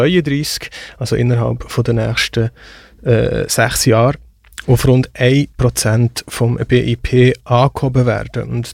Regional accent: Switzerland; wo wir auch hier bei uns in der Schweiz erleben.

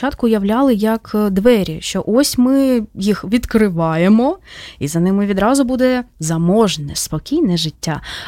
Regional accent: Donetsk, Donetsk Oblast, Ukraine; що я родом із Донецька

